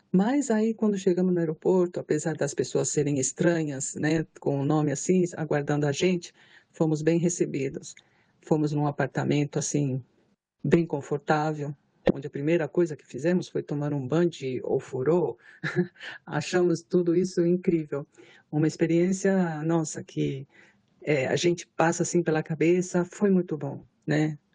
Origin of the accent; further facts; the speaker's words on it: Spain; Portuguese is a second language; moved away; also born or lived in Japan; E eu, como eu era espanhola, sou espanhola, né? Não exigiam isso de mim. Eles aceitavam muito mímica, né? E ficava tudo assim, tudo certo. Fui muito acolhida no Japão.